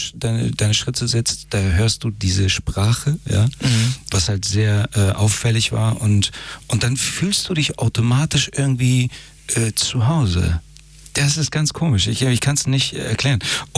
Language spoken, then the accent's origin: German; Iran; Als Perser und nicht als Iraner.